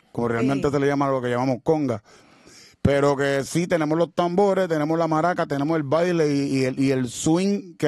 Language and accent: Spanish; Puerto Rico; nuestra cultura puertorriqueña.